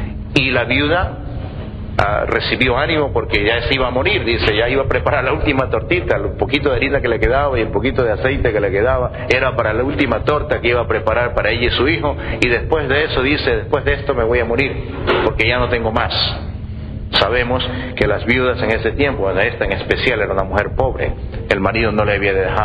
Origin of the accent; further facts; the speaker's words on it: Ecuador; Como dicen en mi país, Ecuador